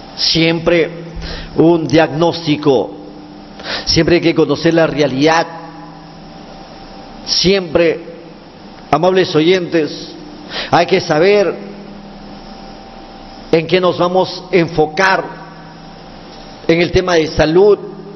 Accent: Amazonas, Peru

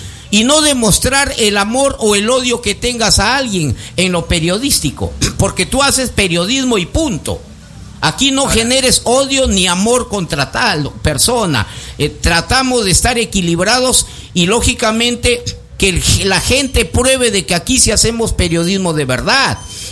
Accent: Lambayeque, Peru; mi tierra Lambayeque.

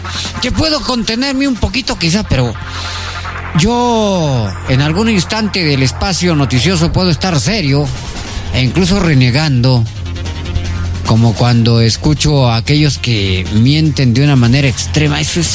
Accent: Arequipa, Peru

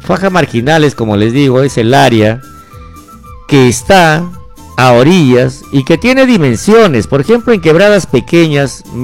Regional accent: Bagua Grande, Amazonas, Peru; yo soy natural de Bagua Grande

